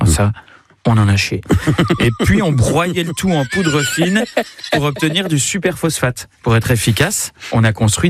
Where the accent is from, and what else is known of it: Grand Est, France